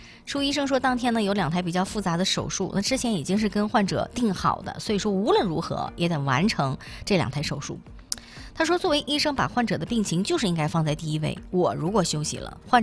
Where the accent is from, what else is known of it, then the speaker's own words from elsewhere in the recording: Northeast China, China; 咱们东北人的责任感